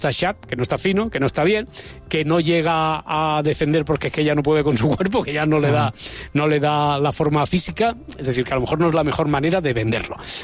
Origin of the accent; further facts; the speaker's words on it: Spain; Bueno, por eso digo que ahora ya, siendo españoles, pues nos resulta esto muy familiar